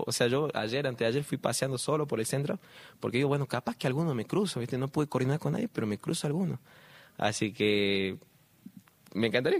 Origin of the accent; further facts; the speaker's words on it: Jujuy, Argentina; moved away; bueno, a mí me costó mucho salir de Jujuy.